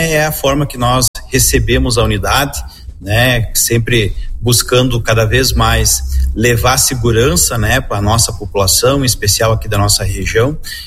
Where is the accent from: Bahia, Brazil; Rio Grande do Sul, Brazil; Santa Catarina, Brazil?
Rio Grande do Sul, Brazil; Passo Fundo; moved away as an adult; muito feliz por retornar à minha cidade natal